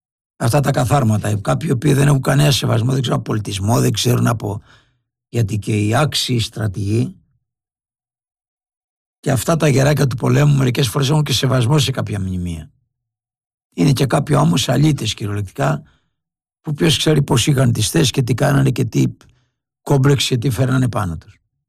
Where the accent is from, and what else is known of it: Greece